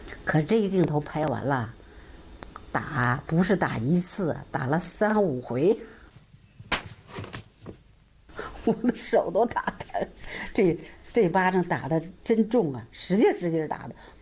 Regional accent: Northeast China, China; 我就东北人，我是东北人呢。东北土改时候，我正在东北，这些生活我太有了。

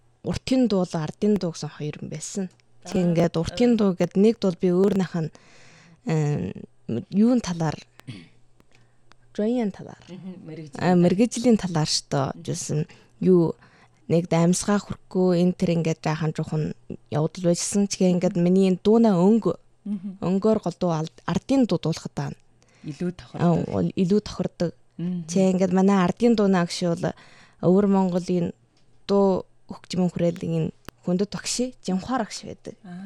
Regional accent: Inner Mongolia, China; Миний нутаг бол отог

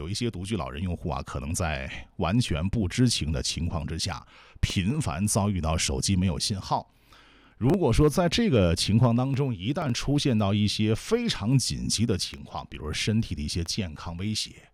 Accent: China; 因为我们中国人口太多了

